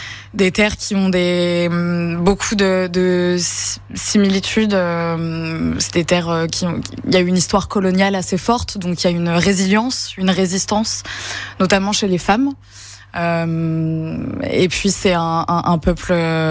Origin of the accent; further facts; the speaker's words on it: Rio de Janeiro, Brazil; French is a second language; Voilà, et ça a un écho chez moi, au Brésil, à Rio ou ici dans le Cap.